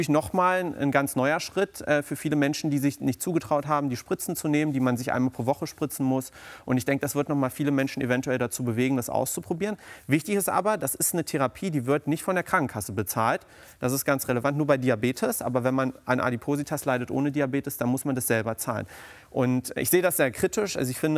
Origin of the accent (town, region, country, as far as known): East Germany, Germany; now in Helmstedt, Germany